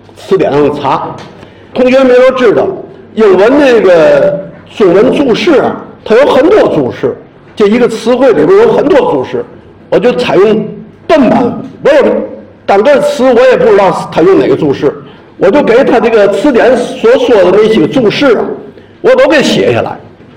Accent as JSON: {"language": "Chinese", "country": "China", "said": "作为一个中国人"}